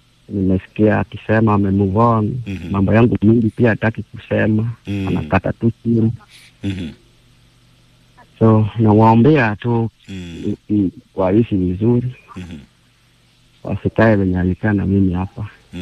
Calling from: Ahero, Kisumu County, Kenya; tumetoka hapa Ahero

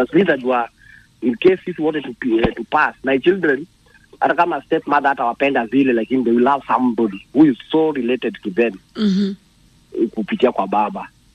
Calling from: Voi, Taita-Taveta County, Kenya; Toka Voi.

